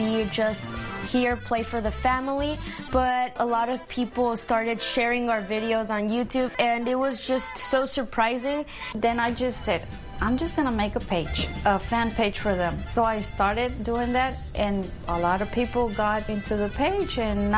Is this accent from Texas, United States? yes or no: yes; Houston, Texas, United States; We are from Houston, Texas.